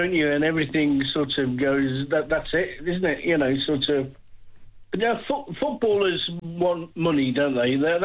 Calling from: Peterborough, East of England, United Kingdom; I don't live in Wolverhampton. I live in Peterborough.

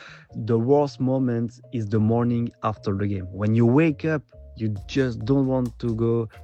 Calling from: Belgium; I'm from Belgium, but I support the countries of my origins, so France and Italy.

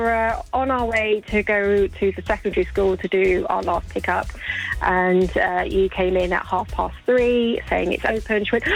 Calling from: Godalming, South East England, United Kingdom; So we're Godalming.

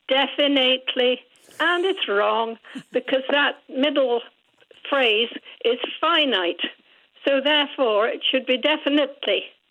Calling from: Scotland, United Kingdom; I suppose it was just the way I was brought up to talk. And by the way, I am Scottish. I'm not English.

